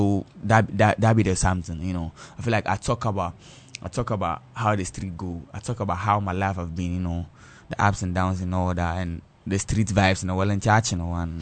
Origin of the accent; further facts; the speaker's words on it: Sekondi-Takoradi, Western Region, Ghana; I'm from Sekendi, and the thing is, me Sekendi, I didn't rep every hood. I mean, you know, hood, I'm from Sekendi. Asemen Sudo, Sankwana, 5-1, Anafo, like everywhere, I mean, you know, I swear. I wasn't born there, though